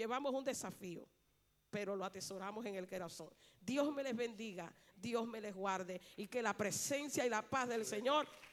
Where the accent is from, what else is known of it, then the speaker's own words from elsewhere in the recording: Cuba; para nosotros como cubanos